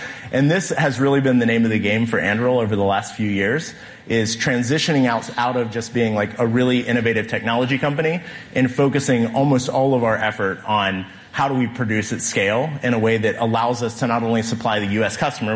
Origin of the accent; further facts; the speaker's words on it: Ohio, United States; I'm from Ohio originally.